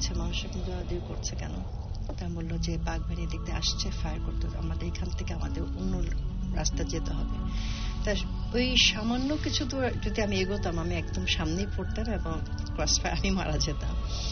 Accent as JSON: {"language": "Bangla", "town": "Shahji Bazar", "region": "Sylhet Division", "country": "Bangladesh", "tie": "born or raised there", "also_born_or_lived": "Kaptai / Khulna", "said": "আমি আমার দেশ খুলনায়, আমার জন্ম হচ্ছে কাপ্তাই, আমার বেড়ে ওঠা সিলেট শাহজী বাজার। কাপ্তাইতে 1965 আমার জন্ম"}